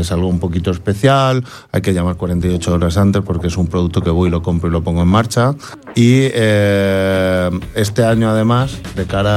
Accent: Spain; Aunque a mí Repsol también me gusta, evidentemente, somos españoles

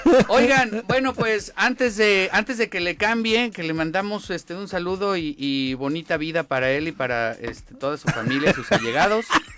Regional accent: Mexico; Que bueno, como mexicanos luego somos bien creativos

